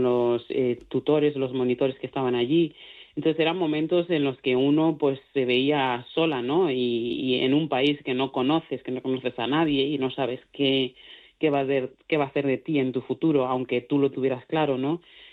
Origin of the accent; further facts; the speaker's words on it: Mali; Spanish is a second language; now in Spain; ahora no me acuerdo prácticamente de mi dialecto, hablo mejor el castellano y el gallego que mi propio dialecto. Y la suerte que tengo es que tengo una pareja maravillosa que también es de Mali